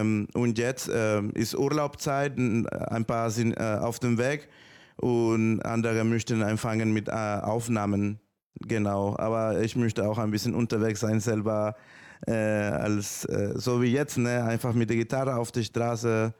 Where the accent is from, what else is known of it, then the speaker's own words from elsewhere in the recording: Nicaragua; German is a second language; In Nicaragua, ich komme aus Nicaragua